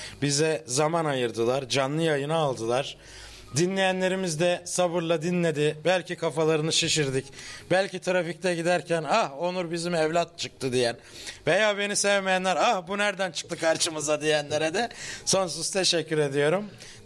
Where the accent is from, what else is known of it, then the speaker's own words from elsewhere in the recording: Marmara Ereğlisi, Tekirdağ, Turkey; born there; Ben de biliyorsunuz Çantaköylü, Gümüşyakalı bir ailenin, Sultanköylü bir ailenin çocuğuyum.